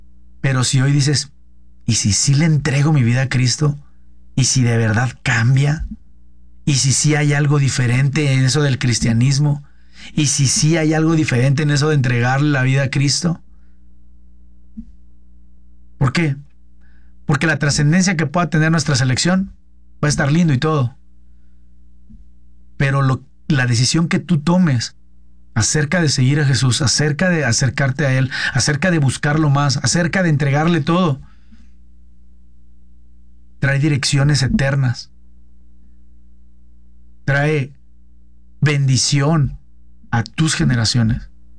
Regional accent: Mexico

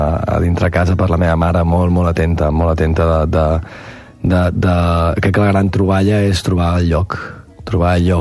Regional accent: Verges, Catalonia, Spain; also born or lived in Rupià; Jo vaig viure a Verges, vaig créixer a Verges. La meva família de l'Empordà és de Verges, som fills de Verges, de tota la vida.

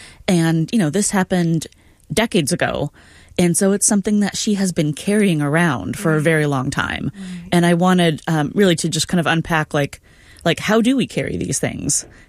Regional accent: Tacoma, Washington, United States; Well, you know, growing up in Tacoma, I've been just around aquariums a lot. You know, I used to go to the Point Defiance Aquarium a lot as a kid.

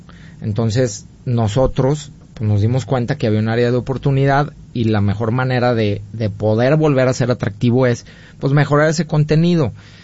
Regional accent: Mexico; como buenos mexicanos que somos

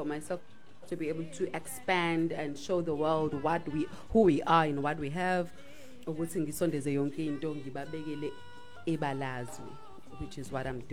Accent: Mandeni, KwaZulu-Natal, South Africa; I grew up in Mandeni, which is north of KZN. I feel like that grounds me a lot, and all the memories I had or I have around being umuntu wase Mandeni, umZulu, you know, iculture yethu

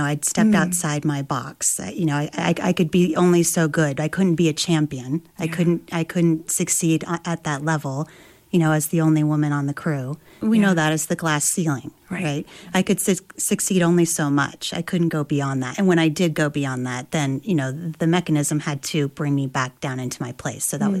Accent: Wyoming, United States; I grew up in Wyoming where there's a very strong tradition of giving and taking

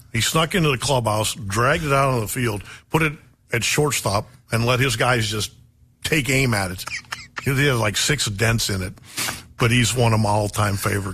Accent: Pennsylvania, United States; It's, you know, I grew up in Western Pennsylvania, mm-hmm. which is very Midwest.

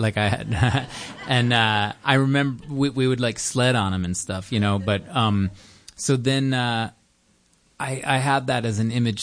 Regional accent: Midwest, United States; I grew up in the Midwest. It's like there's not a lot of landforms.

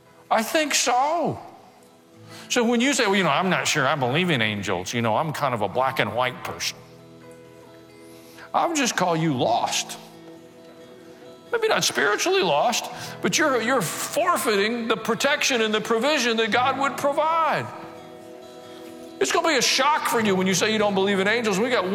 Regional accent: the South, United States; born or raised there

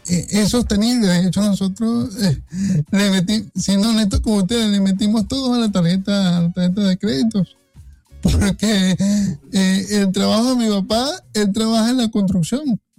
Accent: Punto Fijo, Falcón, Venezuela; nosotros venimos de una ciudad bastante pequeña de Venezuela, venimos de Punto Fijo

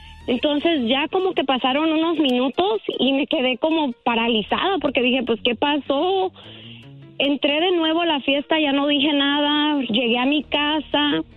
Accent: Mexico; Cuando éramos niños, nosotros, de nuevo, yo soy de México, nosotros en tiempo del Día de los Muertos íbamos con mis primos al panteón a dejar velas

